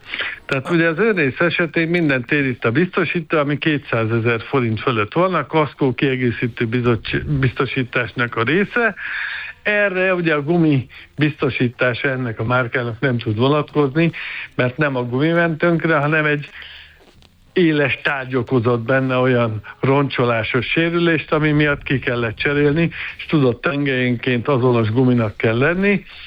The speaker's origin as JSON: {"language": "Hungarian", "country": "Hungary", "said": "mi magyarok vagyunk"}